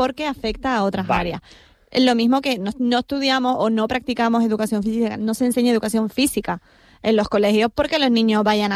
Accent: Canary Islands, Spain; Para eso somos canarios.

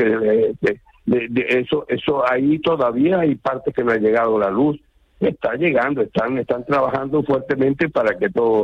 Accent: Canary Islands, Spain; now in Venezuela; así como nosotros vinimos aquí a Venezuela de Canarias también.

